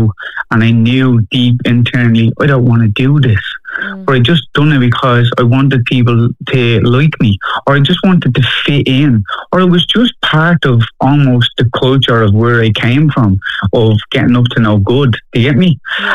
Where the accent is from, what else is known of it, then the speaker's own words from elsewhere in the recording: Dublin, Leinster, Ireland; Yeah, so I grew up in Fatima Mansions, and like growing up in the 90s